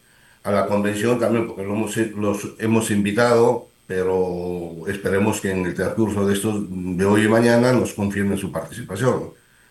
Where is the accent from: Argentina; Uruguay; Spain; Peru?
Peru; now in Europe; Nosotros, como peruanos del exterior